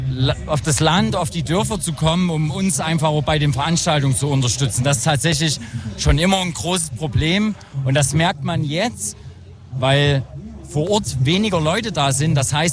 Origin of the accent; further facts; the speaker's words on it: Grimma, Saxony, Germany; Also in meiner Jugend war in Grimmer durchaus noch sehr viel los, aber tatsächlich ist das so ab Mitte der Nullerjahre immer weniger geworden